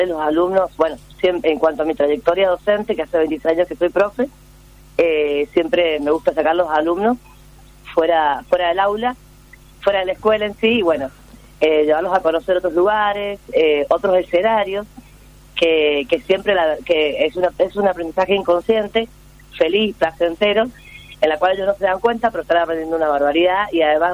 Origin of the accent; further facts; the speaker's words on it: Mendoza, Argentina; En mi caso represento a la provincia de Mendoza, ya que soy mendocina, así que bueno, muy felices.